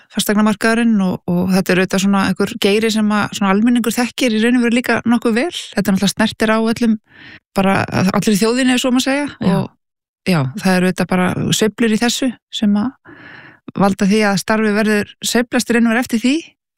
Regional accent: Reykjavík, Capital Region, Iceland; born or raised there

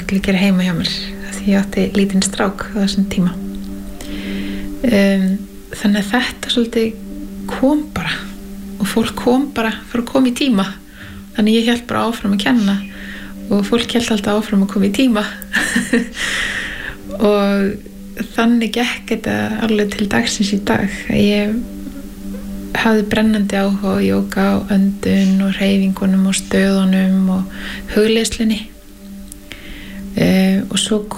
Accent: Skagafjörður, Northwestern Region, Iceland; Og ólst upp í Skagafirði

